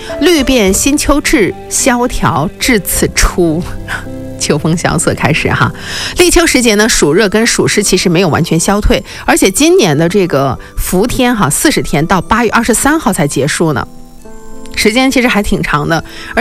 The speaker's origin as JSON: {"language": "Chinese", "country": "China"}